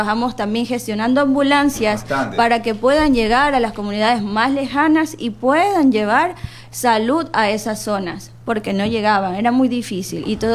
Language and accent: Spanish; Machala, El Oro, Ecuador; moved away as an adult; now in El Guabo, Ecuador; Yo soy nativa de la ciudad de Machala, ¿ya? Pero tengo años trabajando en el sector rural específicamente, en el Cantón El Guabo desde el 2010.